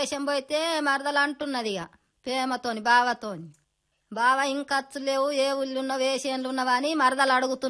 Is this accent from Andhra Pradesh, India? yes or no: no; Kajjarla, Telangana, India; మా ఊరు కజ్జల్రా, తలమడుగు మండలం, ఆదిలాబాద్ జిల్లా.